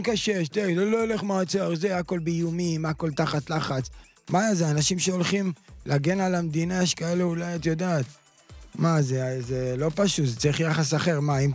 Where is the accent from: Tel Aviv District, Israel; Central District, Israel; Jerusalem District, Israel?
Jerusalem District, Israel; Beit Shemesh; אני מבית שמש